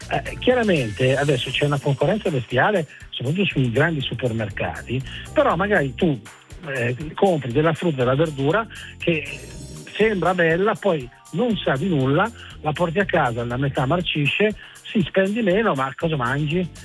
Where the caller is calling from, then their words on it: Ivrea, Piedmont, Italy; Io sono di Eporeglia, Canavese, Torino, Ivrea.